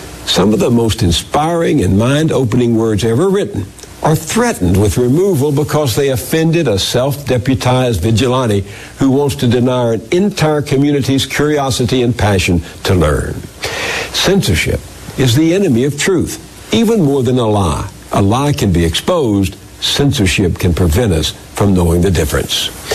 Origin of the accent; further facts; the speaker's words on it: Texas, United States; When I was growing up in East Texas, we didn't have any money for books.